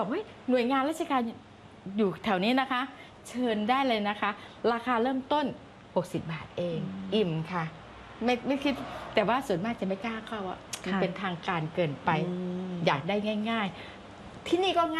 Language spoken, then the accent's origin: Thai; Isan, Thailand; now in Ubon Ratchathani, Thailand; เราเป็นคนอีสานนะคะ